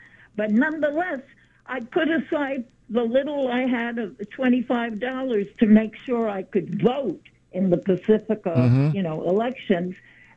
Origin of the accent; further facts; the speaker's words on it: Cuba; now in United States; I've been listening to the station since I came from Cuba. That was about 5 decades ago.